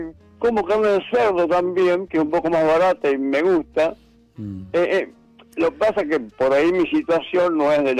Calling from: Bahía Blanca, Buenos Aires Province, Argentina; De Bahía Blanca.

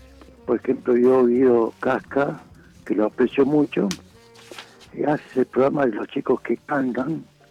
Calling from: Berazategui, Buenos Aires Province, Argentina; de Berazategui.

